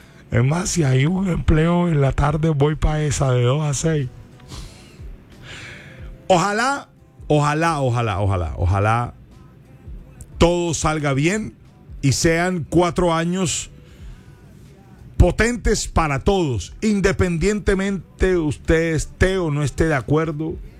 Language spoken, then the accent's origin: Spanish; Colombia; a todos como colombianos